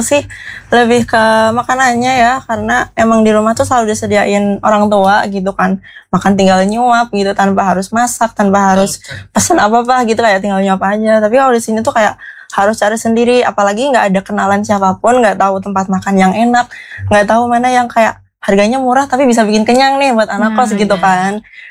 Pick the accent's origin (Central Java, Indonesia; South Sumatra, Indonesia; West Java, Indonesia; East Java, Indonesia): Central Java, Indonesia; Klaten; Kalau buat aku sendiri, karena aku bukan orang sini ya. Aku tuh orang Klaten dan kuliah di sini.